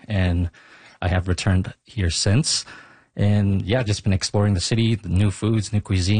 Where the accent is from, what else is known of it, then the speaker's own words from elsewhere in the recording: London, United Kingdom; also born or lived in Cambodia; And before coming here to London, where I grew up, actually, it's my hometown, I was in Cambodia and my profession was sourdough baking.